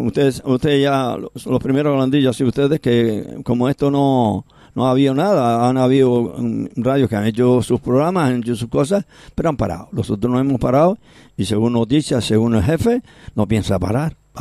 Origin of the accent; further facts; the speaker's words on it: Agüimes, Canary Islands, Spain; born there; Agüime es mi sitio. Agüime es mi pueblo.